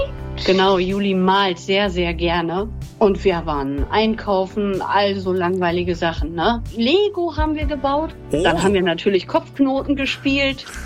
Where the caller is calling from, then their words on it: Straelen, North Rhine-Westphalia, Germany; ich komme aus Strahlen